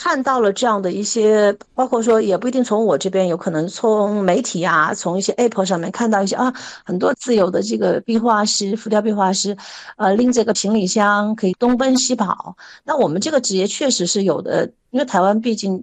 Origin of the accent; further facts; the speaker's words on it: Wuhan, Hubei, China; now in Taichung, Taiwan; 第一故乡是湖北省武汉市，是我的出生地，大概在大陆有漂了很多，也算是东奔西跑了几年吧。在大概30岁左右来到了我们台中新社区